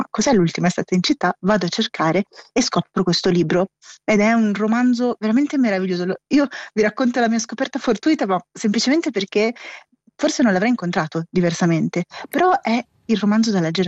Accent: Milan, Lombardy, Italy; now in Rome, Italy; da milanese che vivo a Roma

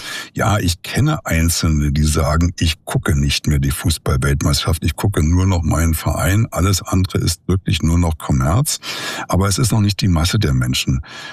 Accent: Germany; Nun komme ich aus Deutschland

